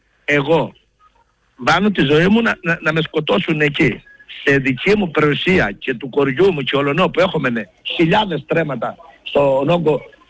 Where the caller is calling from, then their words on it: Crete, Greece; όλη η περιουσία μας στην Κρήτη είναι η ιδιοκτησία μας